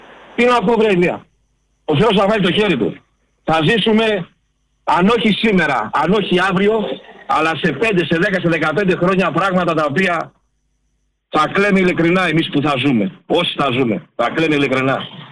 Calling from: Greece

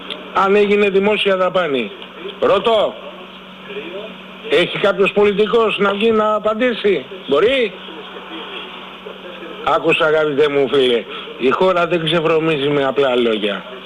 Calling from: Greece

